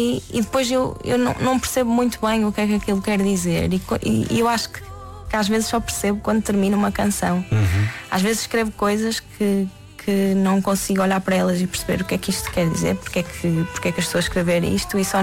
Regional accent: Portugal; Sou de Oliveira das Meias, Porto, Aveiro, por aí

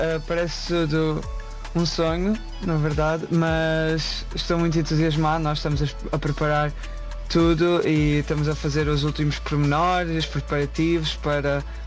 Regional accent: Leiria, Portugal; moved away as an adult; Eu tinha 18 anos quando saí de Portugal.

